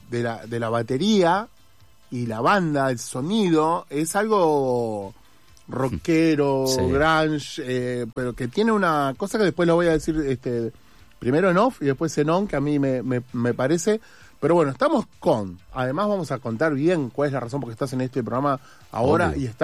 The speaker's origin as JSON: {"language": "Spanish", "country": "Uruguay", "moved": "yes", "said": "soy de la República Oriental del Uruguay"}